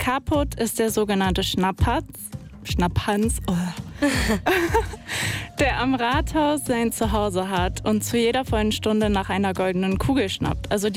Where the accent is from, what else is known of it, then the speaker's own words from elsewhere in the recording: Jena, Thuringia, Germany; folgt nun ein Ausflug in die Lichtstadt Jena, woher ich komme. Ja, ich muss gestehen, ich bin kein echter Sachse, sorry.